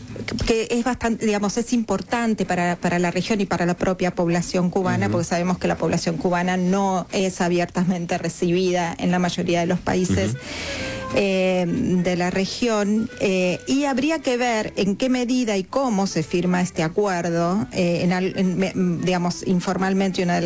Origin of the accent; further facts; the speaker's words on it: Argentina; países como el nuestro, como la Argentina